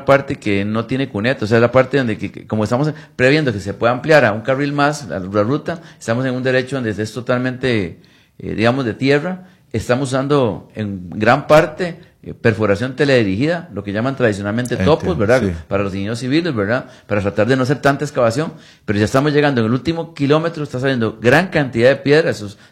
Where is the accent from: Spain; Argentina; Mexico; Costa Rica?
Costa Rica; tenemos que valorarlo como costarricenses.